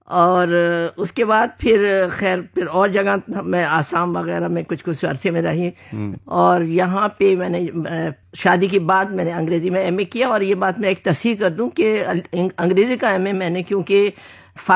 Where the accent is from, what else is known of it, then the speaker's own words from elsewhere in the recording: Jaipur, Rajasthan, India; میری پیدائش اور پرورش اور ابتدائی تعلیم سب راجستھان کے گلابی شہر راجدھانی جے پور میں ہوئی۔